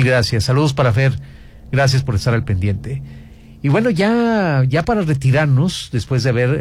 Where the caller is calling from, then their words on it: San Francisco del Rincón, Guanajuato, Mexico; soy de San Francisco del Rincón. Cuando era niño, mi mamá nos llevó a vivir al municipio de San Francisco, ya que nosotros éramos de una comunidad de ahí mismo.